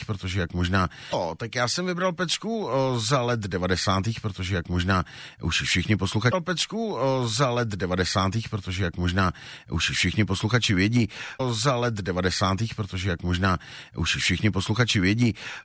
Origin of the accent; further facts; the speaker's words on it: Olomouc, Olomouc Region, Czechia; Ahoj Jirko kamaráde z Olomouce. Zdravím mé rodné město ještě jednou.